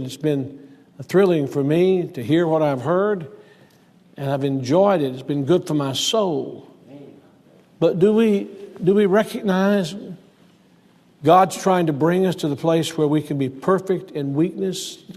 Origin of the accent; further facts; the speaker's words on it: Selma, Alabama, United States; born there; I was born in Selma, Alabama